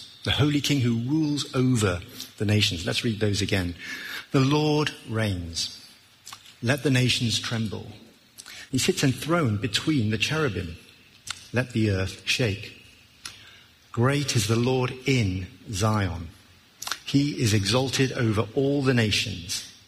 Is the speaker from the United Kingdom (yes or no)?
yes; England, United Kingdom; To my horror, as a British tourist, I discover that not everyone follows our hallowed tradition of forming an orderly queue.